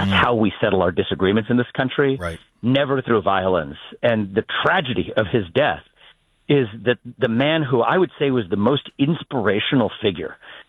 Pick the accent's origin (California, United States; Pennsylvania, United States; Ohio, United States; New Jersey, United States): Ohio, United States; I have a moral obligation to use these skills to actually leave our country better off and to do it in my home state.